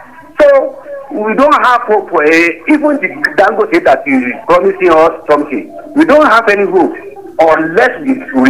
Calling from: Nigeria; from Tina Junction.

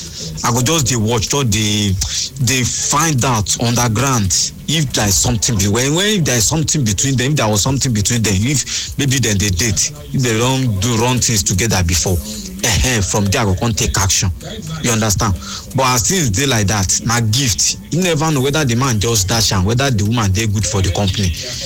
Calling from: Port Harcourt, Rivers, Nigeria; I'm calling from Port Harcourt.

